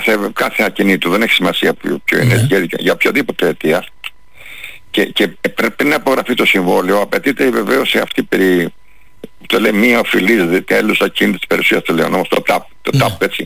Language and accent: Greek; Chania, Crete, Greece; στα Χανιά, στην πατρίδα μου, που λέω τώρα εγώ.